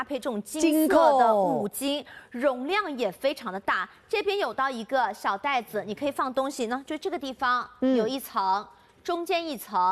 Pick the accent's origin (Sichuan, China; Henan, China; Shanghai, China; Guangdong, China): Shanghai, China; 我们上海人通常说的鸡笔